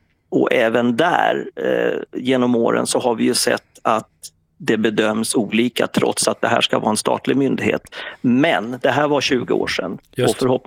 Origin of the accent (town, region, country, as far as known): Täby, Stockholm County, Sweden; born or raised there